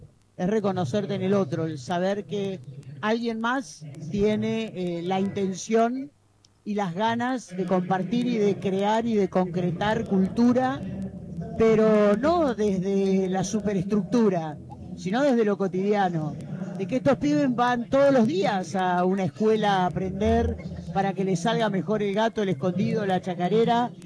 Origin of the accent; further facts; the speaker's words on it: Argentina; reconocernos como argentinos.